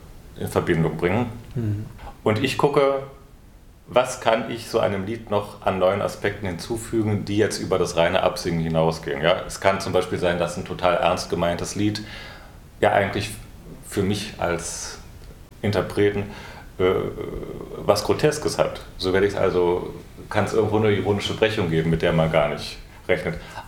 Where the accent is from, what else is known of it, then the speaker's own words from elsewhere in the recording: Berlin, Germany; born there; Ich darf das sowieso als gebürtiger Spandau sagen. Spandauer sagen.